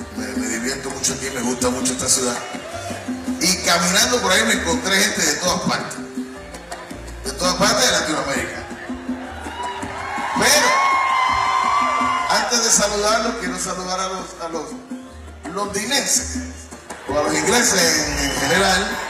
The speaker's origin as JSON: {"language": "Spanish", "country": "Puerto Rico", "said": "nosotros venimos de Puerto Rico"}